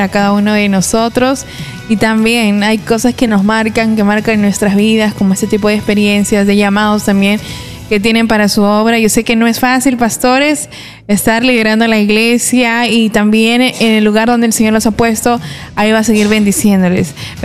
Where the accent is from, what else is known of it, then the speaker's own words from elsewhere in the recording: Lima, Peru; Al menos nosotros que venimos de Lima, quizás no tenemos ese tipo de experiencias